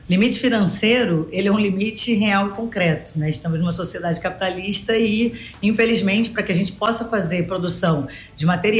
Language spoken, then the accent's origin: Portuguese; Maré, Rio de Janeiro, Brazil; born or raised there